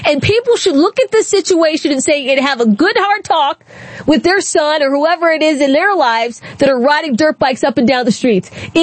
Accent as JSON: {"language": "English", "region": "Maryland", "country": "United States", "tie": "born or raised there", "said": "I grew up in Southern Maryland. That's where they went all the time, to Buzz Creek, to race their dirt bikes."}